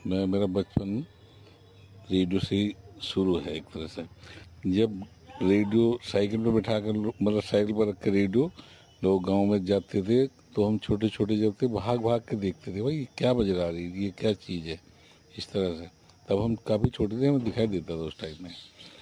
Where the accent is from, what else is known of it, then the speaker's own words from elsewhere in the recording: Mirzapur, Uttar Pradesh, India; आज एक ब्लैंड आदमी हूँ और मैं मिर्जापुर का रहने वाला हूँ और मैं काफ़ी टाइम से रेडियो से जुड़ा हुआ हूँ। मेरा जन्म सन 1957 को हुआ था और उसके बाद सन 64 में मेरी आँखें चली गईं।